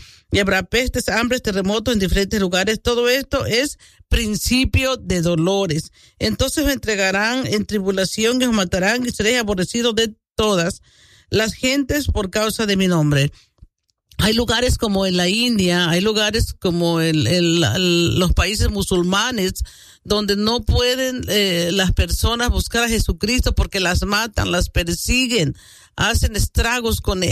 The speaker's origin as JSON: {"language": "Spanish", "country": "Mexico", "said": "nuestro país México"}